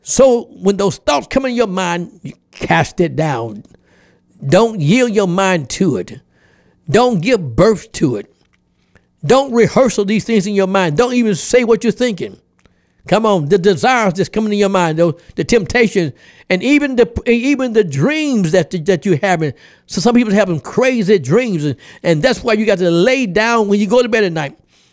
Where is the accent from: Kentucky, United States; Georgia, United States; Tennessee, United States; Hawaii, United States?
Tennessee, United States; Memphis; In my hometown, Memphis, Tennessee, that's a tough city.